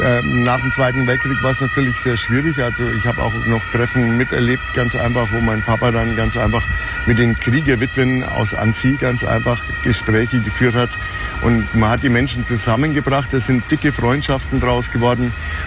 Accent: Bavaria, Germany; Gut, das Schäufele und das Bier natürlich nicht zu vergessen, ganz einfach als Oberfranke. Ne? Wir haben hier einen schönen Fleck Erde erwischt mit dem Fichtelgebirge außenrum, die Fränkische Schweiz.

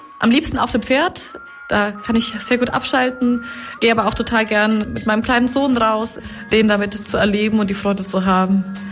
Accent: Kulmbach, Bavaria, Germany; moved away; Ich bin in Kulmbach geboren, aufgewachsen, war dann für einige Jahre weg

